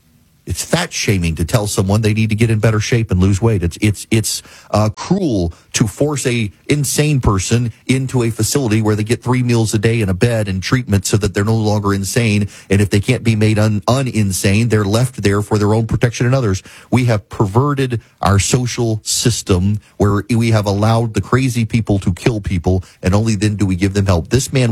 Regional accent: Jackson, Louisiana, United States

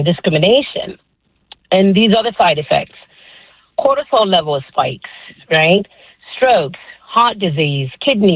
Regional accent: Kenya; also born or lived in United Kingdom; I'm from Kenya.

